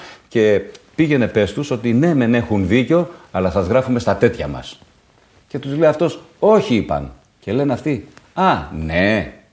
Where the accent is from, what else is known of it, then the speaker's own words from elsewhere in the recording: Greece; Είμαι ένας Έλληνας